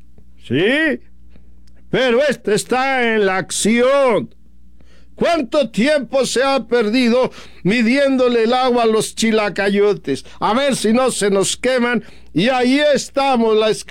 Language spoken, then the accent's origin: Spanish; Mexico